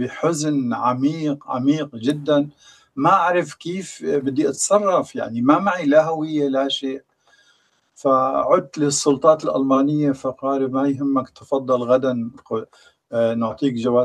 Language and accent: Arabic; Syria; moved away as an adult; now in Germany; وأحب أني أتسلمها كسوري